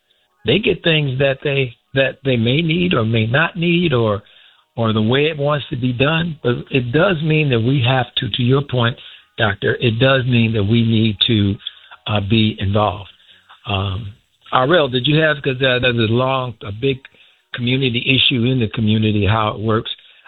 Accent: the South, United States; when we grew up in the South, in the city

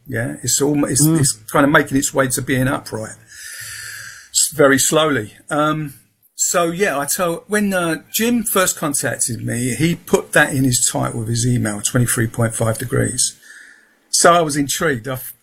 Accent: London, United Kingdom; born or raised there; accent: Peckham, Southeast London

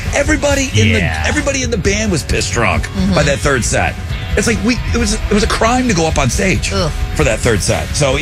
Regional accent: United States; I'm from America

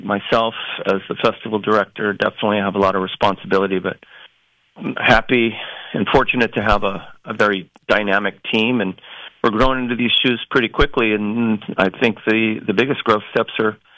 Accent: Maui, Hawaii, United States; I grew up on Maui

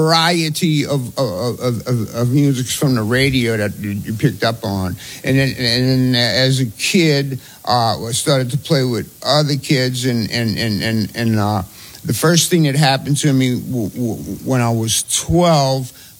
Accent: New Orleans, Louisiana, United States; Mid-city. Yeah, around Carlton and Banks, right in the middle of the city.

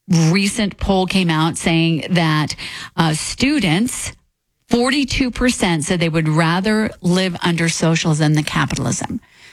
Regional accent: Denver, Colorado, United States; born there; growing up on Lowry Air Force Base

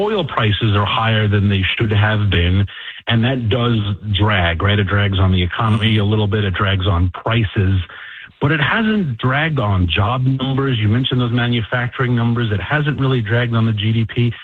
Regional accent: New York City, New York, United States; You know, because I grew up in New York City. Going to New York City is wonderful. My whole family's there.

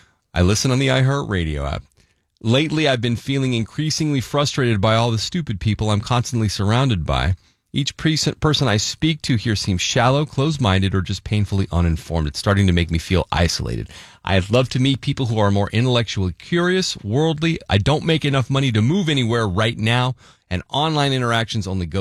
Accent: Salinas, California, United States; moved away; So I grew up in Salinas, California, 2 hours south of here. Not the most open-minded place back in the 90s.

